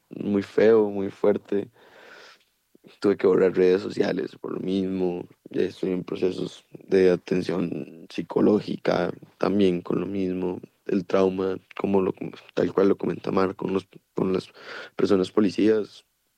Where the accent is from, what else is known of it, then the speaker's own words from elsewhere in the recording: Pérez Zeledón, San José, Costa Rica; now in Heredia, Costa Rica; yo soy de Pérez Zeledón, vivo aquí en Heredia hace sí, relativamente poco, sí, entré en 2022 a la universidad